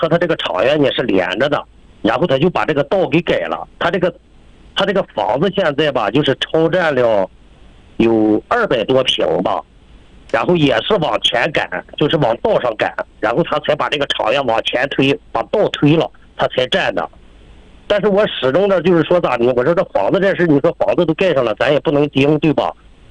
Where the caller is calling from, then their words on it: Chifeng, Inner Mongolia, China; 我是赤峰市松山区土头朗镇，纳布达村。